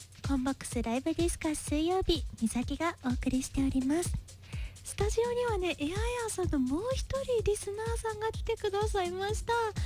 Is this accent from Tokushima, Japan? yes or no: yes; Tokushima, Japan; moved away as an adult; also born or lived in Kobe; 私は徳島県徳島市出身なんですけど